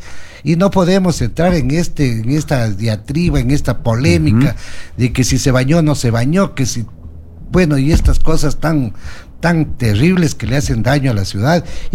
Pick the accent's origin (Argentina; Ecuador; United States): Ecuador; Loja; yo nací aquí en Loja hace 67 años. Soy un lojano apasionado de mi tierra. Tenido oportunidades para salir varias veces a vivir en el exterior, aquí fuera de, de la ciudad, pero yo he arraigado a mi tierra